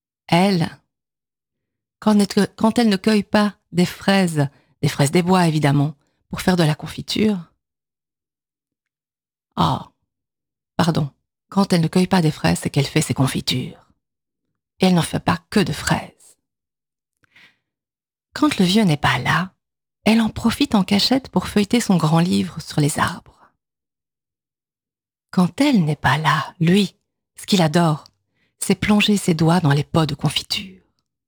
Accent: Namur, Wallonia, Belgium; Oui, oui. Donc, ils sont un petit peu moins connus que moi, mais. Oui, donc je viens de Namur.

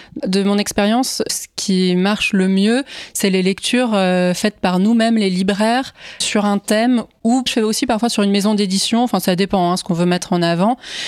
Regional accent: Grand Est, France; J'ai grandi en Alsace, hein, donc ça aide avec Tommy Ungerer.

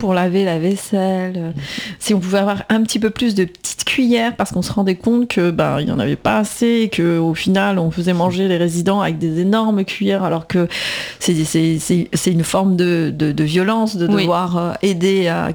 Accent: Argenteuil, Île-de-France, France; un ami d'enfance, on a grandi ensemble à Argenteuil, Maître Amida.

